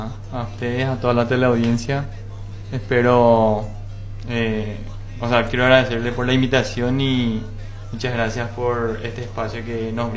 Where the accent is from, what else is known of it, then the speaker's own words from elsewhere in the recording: Paraguay; born there; soy descendiente japonés, pero ya nací acá en Paraguay. Tengo 27 años